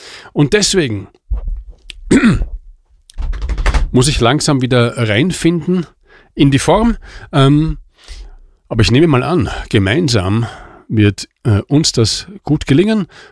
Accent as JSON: {"language": "German", "town": "Mantua", "region": "Lombardy", "country": "Italy", "tie": "born or raised there", "said": "weil ich von meiner Heimat Mantua so begeistert bin, ja. Wie alle ItalienerInnen, ja."}